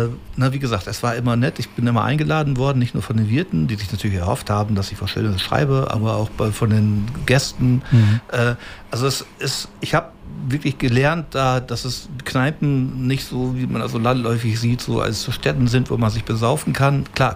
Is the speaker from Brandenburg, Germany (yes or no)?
no; Osnabrück, Lower Saxony, Germany; ich bin hier in Osnabrück aufgewachsen und geboren